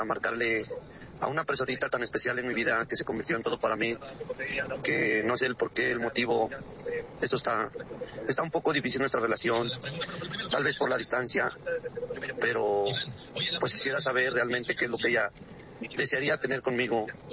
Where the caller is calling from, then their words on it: Ecatepec, State of Mexico, Mexico; Soy de aquí de Catepec.